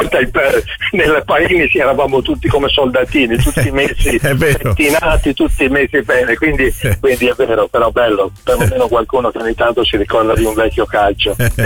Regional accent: Tuscany, Italy; noi toscani, io sono toscano un po' bastardo perché sono sulla linea tra Carrara

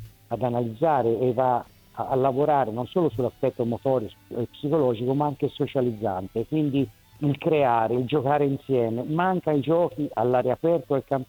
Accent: Tuscany, Italy; da toscano non si lascia fare le battute

